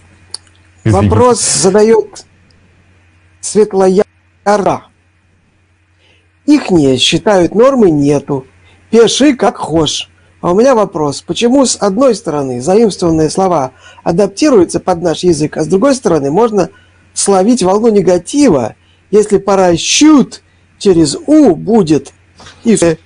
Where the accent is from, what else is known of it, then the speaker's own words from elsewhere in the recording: Saint Petersburg, Russia; Я, как ленинградец, ответственно говорю